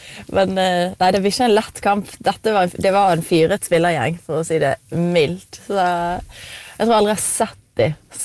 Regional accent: Bodø, Nordland, Norway; also born or lived in Bergen; jeg er jo en bergenser som har vokst opp i Bodø

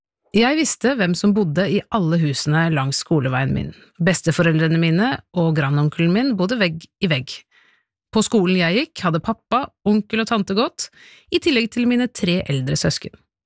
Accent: Oslo, Norway; Jeg har vokst opp på Bekkelaget I Oslo. Mange tror at å vokse opp I hovedstaden betyr at man ikke har røtter, eller at man ikke kjenner naboene. Det ikke min erfaring. Jeg føler på mange måter at jeg har vokst opp på bygda, Bekkelagsbygda

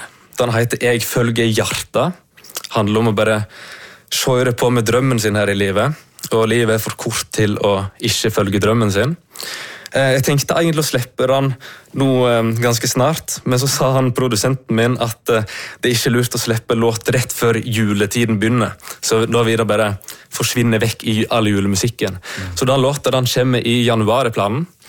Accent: Leikanger, Vestland, Norway; Jeg kommer nå fra Elitabysa til Leikanger

